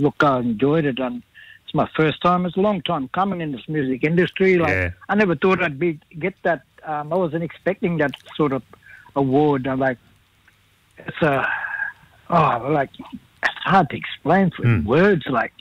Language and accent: English; Kuranda, Queensland, Australia; Well, I'm from Coranda, just a little place up in the rainforest from Cairns. My tribe is Jabbagai and Western Yalanji.